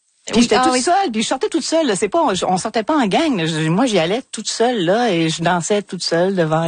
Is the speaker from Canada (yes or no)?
yes; Quebec, Canada; Je viens des cantons de l'Est, hein, je pense oui. que ça paraît.